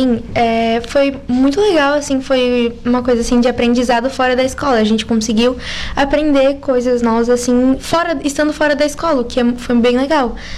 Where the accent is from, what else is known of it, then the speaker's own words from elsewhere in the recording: Sapucaia do Sul, Rio Grande do Sul, Brazil; now in Araranguá, Brazil; Eu vim lá de Sapucaí do Sul.